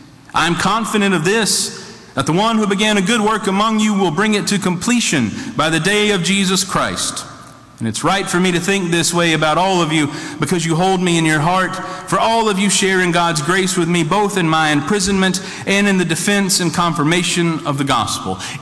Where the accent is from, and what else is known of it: Coffee County, Alabama, United States; born or raised there; moved away as an adult; also born or lived in Birmingham, Alabama